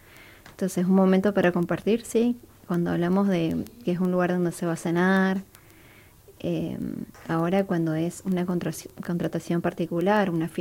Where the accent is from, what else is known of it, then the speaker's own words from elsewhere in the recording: Río Gallegos, Santa Cruz, Argentina; yo soy de Río Gallegos